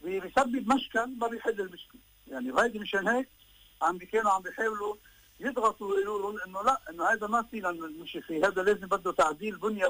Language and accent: Arabic; Lebanon